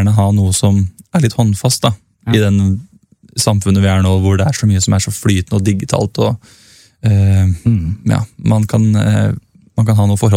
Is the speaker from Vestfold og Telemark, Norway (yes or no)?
no; Gjøvik, Innlandet, Norway; moved away as an adult; also born or lived in Trøndertun Folkehøyskole; Ja, jeg født på Gjøvik sykehus og vokste opp I Bybrå.